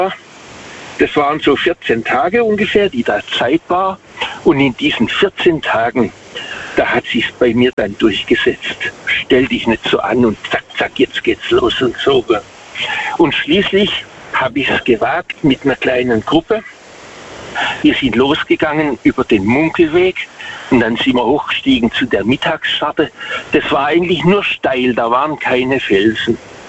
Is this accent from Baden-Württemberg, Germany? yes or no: yes; Waghäusel, Baden-Württemberg, Germany; Also ich komme aus Waghäusel.